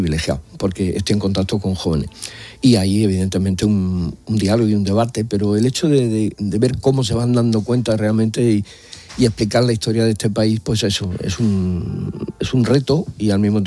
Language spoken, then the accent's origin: Spanish; Melilla, Spain; yo soy melillense, nacido...